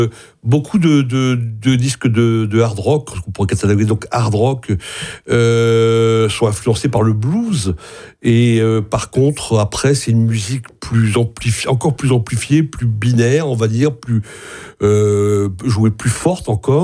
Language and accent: French; Morlaix, Brittany, France; À Morlaix quand même, c'est mon patelin.